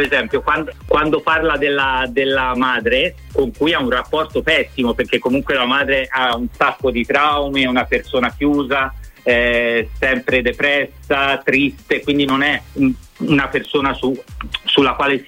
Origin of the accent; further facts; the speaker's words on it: Tuscany, Italy; nel mio caso che sono toscano un babbo